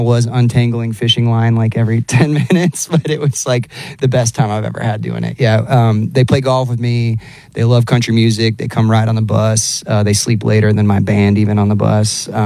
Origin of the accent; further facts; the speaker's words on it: Texas, United States; I love it, man. Growing up in Texas